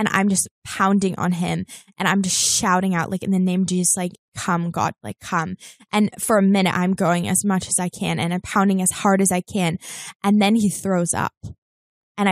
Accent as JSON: {"language": "English", "country": "New Zealand", "tie": "born or raised there", "moved": "yes", "lives_now": "Los Angeles, United States", "said": "Yeah, so I had just several years ago, I just moved to LA. I grew up in New Zealand, moved to LA."}